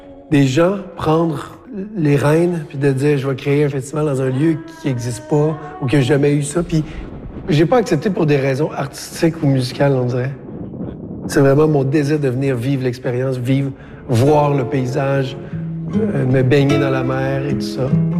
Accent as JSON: {"language": "French", "region": "Quebec", "country": "Canada", "moved": "yes", "said": "Je pense que mes racines sont encore profondes, puis on peut pas sortir la côte nord du gars, tu sais. On peut sortir le gars de la côte nord, mais pas la côte nord du gars."}